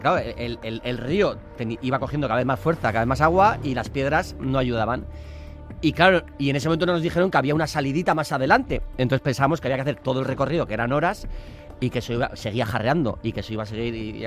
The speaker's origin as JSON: {"language": "Spanish", "town": "San Sebastián", "region": "Basque Country", "country": "Spain"}